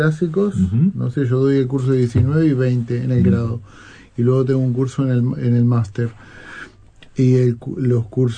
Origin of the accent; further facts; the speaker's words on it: Uruguay; now in Spain; yo como uruguayo me siento más representado